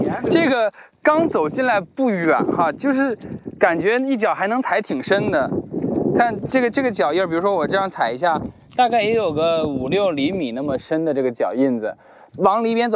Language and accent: Chinese; China; 不得不说和我的家乡，我是在黄河边长大的，当地的这个泥还是有点像的